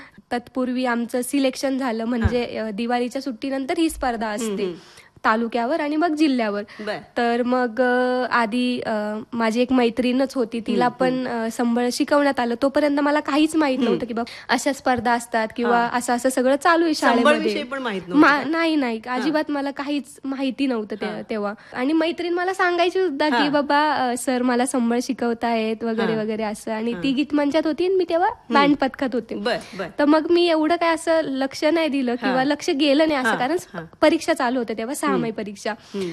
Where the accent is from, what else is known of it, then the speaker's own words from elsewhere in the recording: Vadangali, Maharashtra, India; moved away as an adult; also born or lived in Rahata / Pune / Mumbai; माझं गाव वडांगळी आहे. तर माझं शिक्षण, प्राथमिक शिक्षण आणि माध्यमिक शिक्षण हे वडांगळी माझ्या गावातच झालं